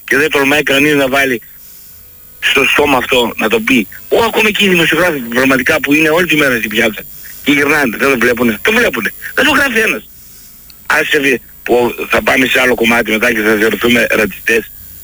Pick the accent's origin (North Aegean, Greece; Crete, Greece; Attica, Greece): Attica, Greece; Athens; έχω μεγαλώσει μέχρι το 90, ήμουν στην περιοχή των Εξαρχείων. Τώρα έχω φύγει από το κέντρο.